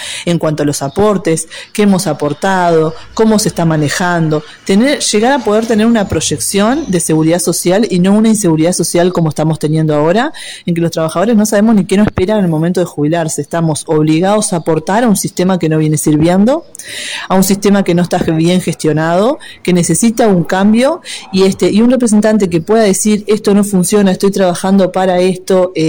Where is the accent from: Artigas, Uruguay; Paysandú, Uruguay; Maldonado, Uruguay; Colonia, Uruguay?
Colonia, Uruguay; Yo soy una trabajadora de Colonia, entonces entiendo lo que a veces pasa en el interior, que las decisiones se toman todas en Montevideo